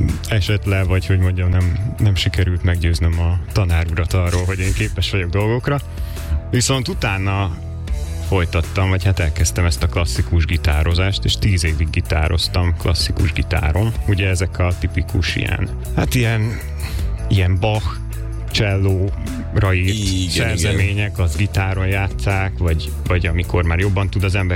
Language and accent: Hungarian; Debrecen, Hajdú-Bihar, Hungary; moved away; Debrecenből jöttem egyébként